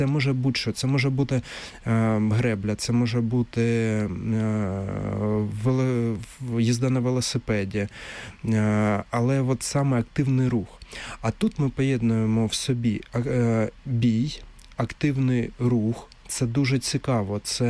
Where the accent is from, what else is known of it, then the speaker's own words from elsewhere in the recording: Kharkiv, Kharkiv Oblast, Ukraine; в Харкові, це моє рідне місто